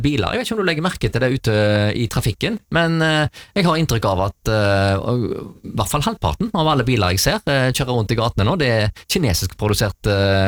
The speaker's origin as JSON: {"language": "Norwegian", "country": "China", "lives_now": "Norway", "said": "Jeg kommer fra Kina."}